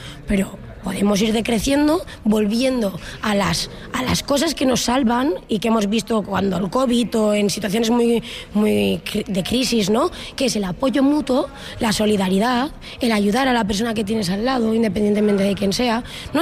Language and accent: Spanish; Canals, Valencian Community, Spain; soy de Canals, Valencia.